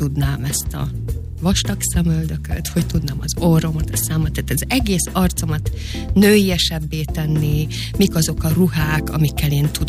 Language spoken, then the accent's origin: Hungarian; Hungary; Negerbe éltünk, ott nevelkedtem, és ott, amikor felvettek a Szent István konziba, akkor bekerültem ide a pesti életbe